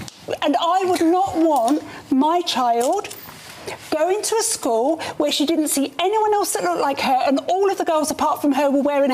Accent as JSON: {"language": "English", "region": "London", "country": "United Kingdom", "tie": "born or raised there", "said": "I grew up in the East End of London, which changed over the time. Hmm. I then went to medical school in Whitechapel"}